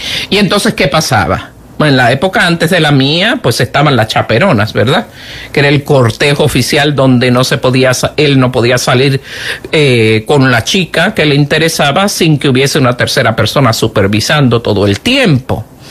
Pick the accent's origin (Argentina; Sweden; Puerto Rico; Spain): Puerto Rico; born or raised there